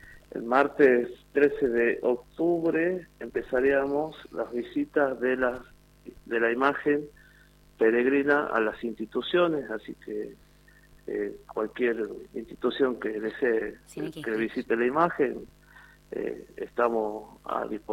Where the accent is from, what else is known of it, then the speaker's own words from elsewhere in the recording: San Fernando del Valle de Catamarca, Catamarca, Argentina; Sí, yo soy nacido y criado en Capital.